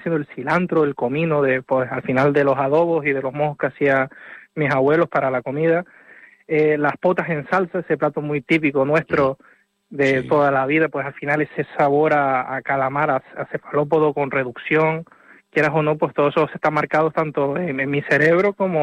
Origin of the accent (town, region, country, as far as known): Tenerife, Canary Islands, Spain; born or raised there